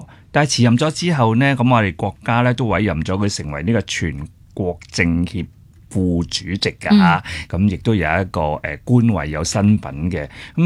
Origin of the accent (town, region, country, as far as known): Hong Kong